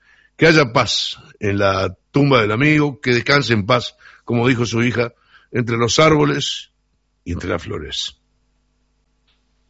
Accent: Sarandí del Yí, Durazno, Uruguay; yo vengo de Sarandí de allí

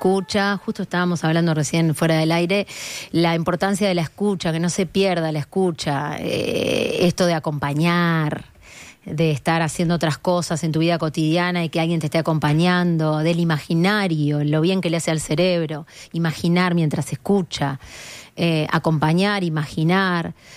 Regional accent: Uruguay; Soy la Terminator uruguaya

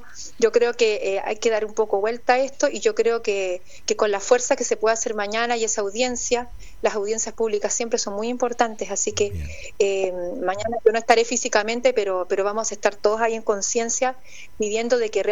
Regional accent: Chile; now in Uruguay; Yo que soy chilena

